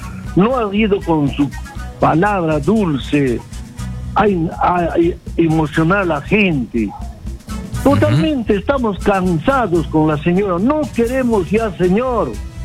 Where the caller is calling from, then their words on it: Arequipa, Peru; Desde Arequipa, Perú, le llamo, señor